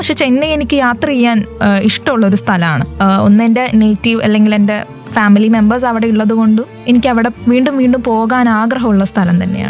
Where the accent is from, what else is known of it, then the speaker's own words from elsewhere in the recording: Koothuparamba, Kerala, India; സ്ഥലം ഇവിടെ തന്നെ, മൗവേരിയാണ്, കൂത്തുപറമ്പാണ്.